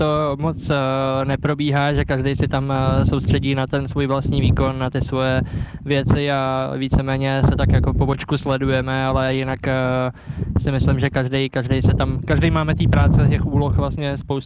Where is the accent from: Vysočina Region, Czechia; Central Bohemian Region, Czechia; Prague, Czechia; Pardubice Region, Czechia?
Central Bohemian Region, Czechia; Mladá Boleslav; jsem rodák z Mladé Boleslavy, takže v domovském městě Škodovky